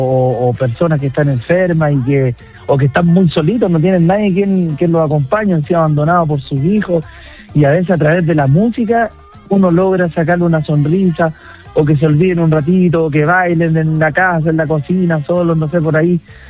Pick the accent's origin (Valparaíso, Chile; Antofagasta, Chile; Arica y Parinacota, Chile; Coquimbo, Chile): Valparaíso, Chile; Limache; Limache, mi tierra, que me vio crecer también.